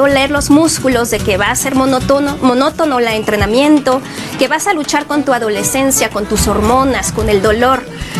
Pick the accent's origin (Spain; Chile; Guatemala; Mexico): Mexico; soy mexicana